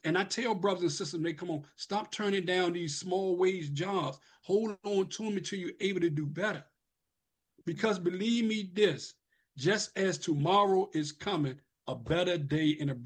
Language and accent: English; Washington, District of Columbia, United States; I grew up in Eastgate on Benner Road, you know, 5017 Drake Place.